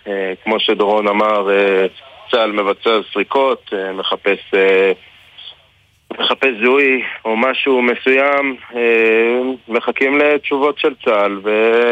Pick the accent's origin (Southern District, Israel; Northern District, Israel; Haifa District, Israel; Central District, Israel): Northern District, Israel; Kiryat Shmona; born there; now in Misgav Am, Israel; אני יליד קריית שמונה.